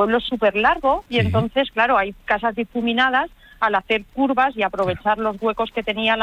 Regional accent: Castilla-La Mancha, Spain; quería hablarte de mi pueblo.

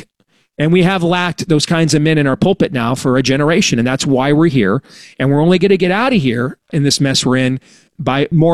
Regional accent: Iowa, United States; There's a gubernatorial candidate that the Democrats are about to nominate in my home state of Iowa

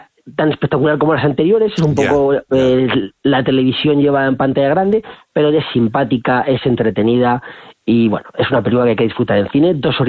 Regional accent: Alhama, Spain; moved away; also born or lived in Soria; Bueno, es el pueblo donde yo me crié de pequeño. Yo nací aquí, mis padres trabajaban en Alhama y yo he pasado aquí mi infancia. Yo siempre tengo muchas raíces. Pasa que luego ya mi madre volvió a Soria y yo siempre con Soria. Pero bueno, Alhama es mi pueblo. Está muy cerquita de Soria.

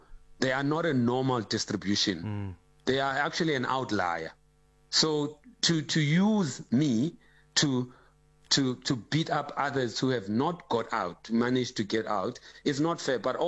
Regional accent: South Africa; he didn't know that I'm from South Africa.

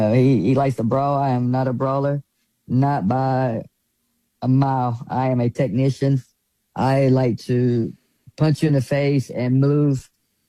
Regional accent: Pembroke, North Carolina, United States; Yeah, I grew up in Pembroke, North Carolina. It's pretty rough. It's still rough. It's a place where everybody knows everybody, but we have one of the worst crime rates in North Carolina, and one of the worst cities in North Carolina.

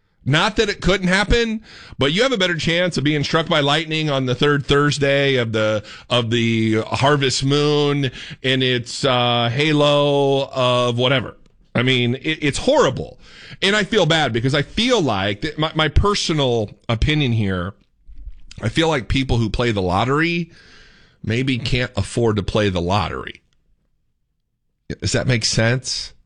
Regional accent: United States; I'm overly American. I mean, I'm probably the most patriotic person you'll ever meet.

